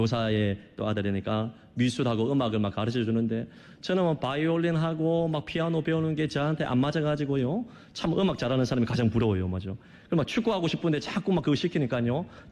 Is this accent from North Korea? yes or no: no; Geochang, South Gyeongsang, South Korea; born or raised there; moved away